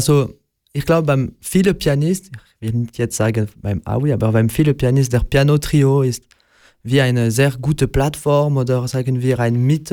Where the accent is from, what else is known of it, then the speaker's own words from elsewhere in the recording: Romandy, Switzerland; moved away as an adult; now in Bern, Switzerland; Also ich bin eigentlich ein Roman, aber wohne jetzt seit 10 Jahren in Bern.